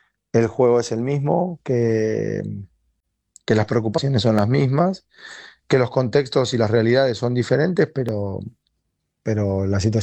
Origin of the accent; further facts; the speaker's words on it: Argentina; moved away as an adult; now in Orlando, United States; cada vez que vuelvo a Argentina